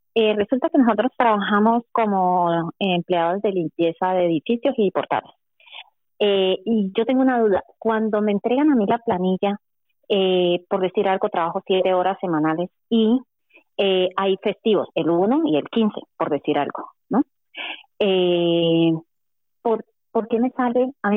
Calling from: Madrid, Community of Madrid, Spain; de Lavapiés.

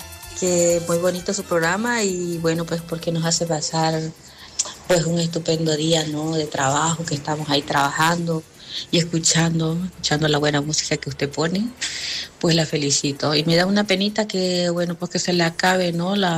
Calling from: Bolivia; de Bolivia

